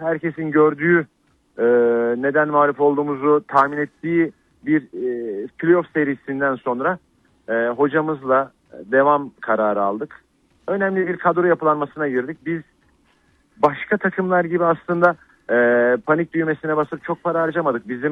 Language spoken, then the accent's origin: Turkish; Adana, Turkey; now in Kayseri, Turkey; ben Adanalıyım biliyorsun